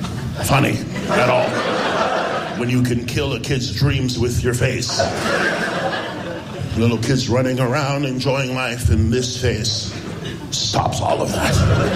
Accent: Toronto, Ontario, Canada; now in Las Vegas, United States; I'm from Toronto, Canada, but I live in Vegas.

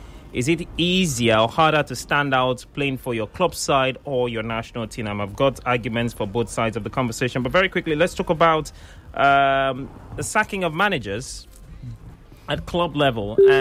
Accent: Benin; I'm from Beninois. I'm from Benin Republic, but I started supporting the Super Eagles.

